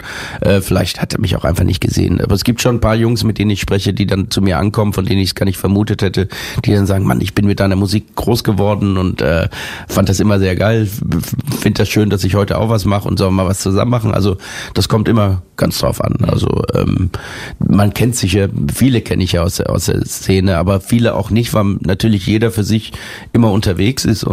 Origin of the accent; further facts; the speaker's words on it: Germany; Wenn ich als Deutscher englische Texte schreibe